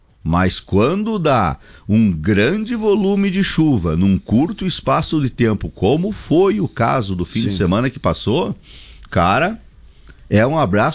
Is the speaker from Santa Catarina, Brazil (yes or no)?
yes; Caçador, Videira, Santa Catarina, Brazil; now in Chapecó, Brazil; que eu venho lá de Caçador, Videira, Rio das Antas, né, que o rio, ele é relativamente grande, ele corta a cidade.